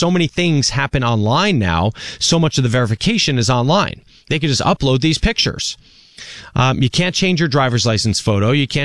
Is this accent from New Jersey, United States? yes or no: yes; New Jersey, United States; I grew up with those Twin Towers. I could see them from my street where I grew up in New Jersey